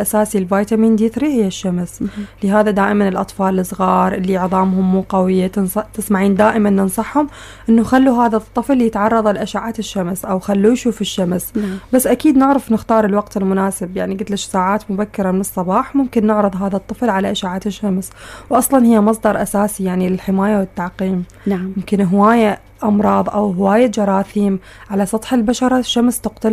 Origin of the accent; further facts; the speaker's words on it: Iraq; عندنا بالعراق